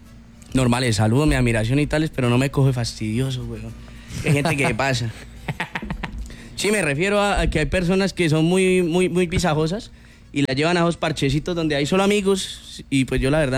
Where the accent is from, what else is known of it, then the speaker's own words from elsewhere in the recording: Santander, Colombia; No, sí, pero yo soy de Santander.